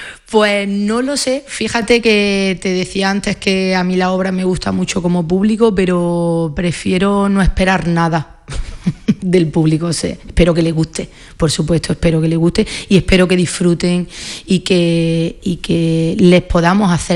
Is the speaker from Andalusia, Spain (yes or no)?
yes; Granada, Andalusia, Spain; yo soy de Granada